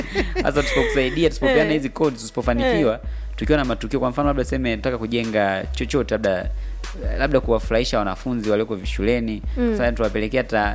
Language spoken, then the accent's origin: Swahili; Tanzania; sisi ni wa Tanzania.